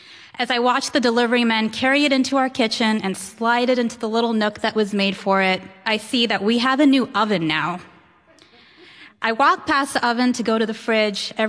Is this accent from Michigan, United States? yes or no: yes; Michigan, United States; born there; also born or lived in New Delhi, India; I was born in Michigan, but I've partly grown up in Michigan and in New Delhi, India. I moved back to Michigan for college, and I studied economics and French at the University of Michigan.